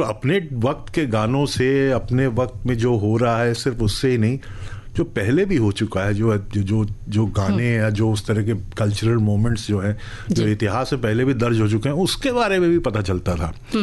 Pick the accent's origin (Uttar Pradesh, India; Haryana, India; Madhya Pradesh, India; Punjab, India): Uttar Pradesh, India; Allahabad; born there; मैं बहुत ज़्यादा खुशकिस्मत हूँ कि मैं उस शहर में पैदा हुआ